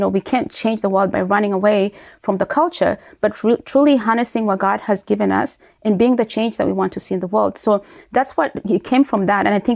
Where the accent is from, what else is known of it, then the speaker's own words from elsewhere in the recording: Uganda; moved away; we grew up in Uganda